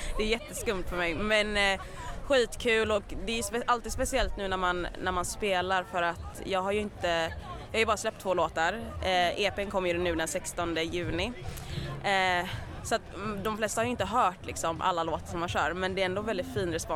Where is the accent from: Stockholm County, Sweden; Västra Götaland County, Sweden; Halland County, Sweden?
Västra Götaland County, Sweden; Gothenburg; Jag är ju från Göteborg, så att jag blev ju skitglad när jag fick frågan.